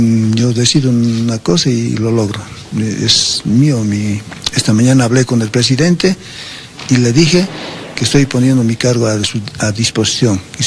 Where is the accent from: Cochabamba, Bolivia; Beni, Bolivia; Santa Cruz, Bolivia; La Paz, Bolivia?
La Paz, Bolivia; El Alto; el Alto La Paz, yo soy del Alto La Paz